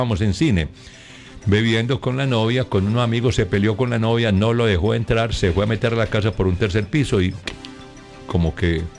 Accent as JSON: {"language": "Spanish", "town": "Concordia", "region": "Antioquia", "country": "Colombia", "said": "Vea este otro de Concordia, mi tierrita, pero no fue arriba en el pueblo, sino en la carretera que va de Bolombolo."}